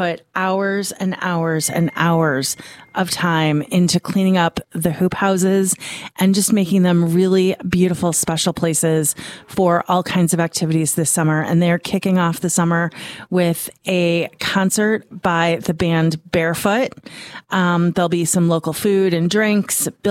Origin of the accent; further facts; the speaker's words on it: Chicago, Illinois, United States; moved away; we're both from Chicago